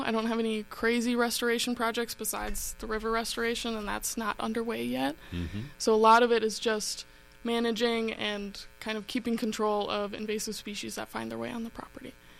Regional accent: Racine, Wisconsin, United States; So I grew up in Racine.

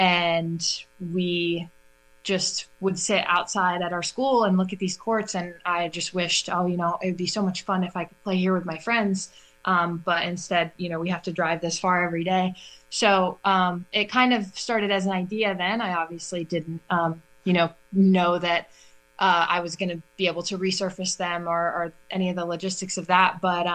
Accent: Whitewater, Wisconsin, United States; my hometown of Whitewater, Wisconsin

